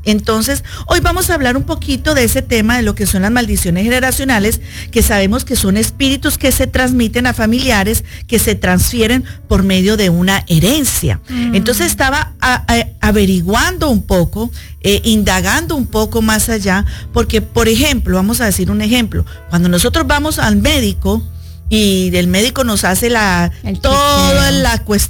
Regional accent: Colombia; yo que soy de Colombia, y hasta Samuel de Nicaragua.

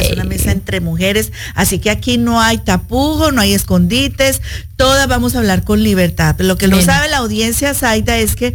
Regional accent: Colombia; yo que soy de Colombia, y hasta Samuel de Nicaragua.

